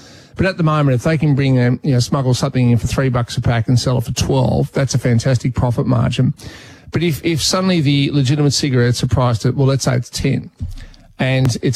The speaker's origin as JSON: {"language": "English", "town": "Melbourne", "region": "Victoria", "country": "Australia", "tie": "born or raised there", "said": "You know, when I grew up in Melbourne, it was just part of your DNA."}